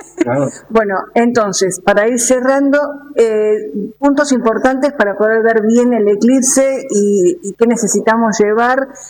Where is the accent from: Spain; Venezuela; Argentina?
Spain; como nosotros somos de Capital y nos quedamos acá